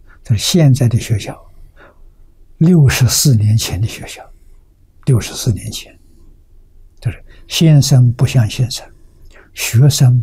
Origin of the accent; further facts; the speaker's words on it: Lujiang, Anhui, China; 只知道是个同乡关系，啊，他是桐城人，我家乡在庐江。我们的距离现在20多公里，很近啊！